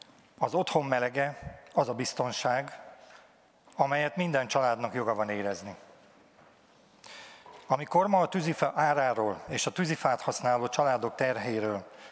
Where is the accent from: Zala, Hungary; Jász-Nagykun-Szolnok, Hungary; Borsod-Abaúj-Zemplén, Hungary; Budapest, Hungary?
Zala, Hungary; Gelléháza; Egy Zala megyei faluban, Gelléházán nőttem fel.